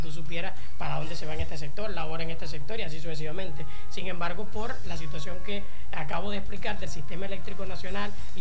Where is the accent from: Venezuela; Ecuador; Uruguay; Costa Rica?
Venezuela; como venezolanos y venezolanas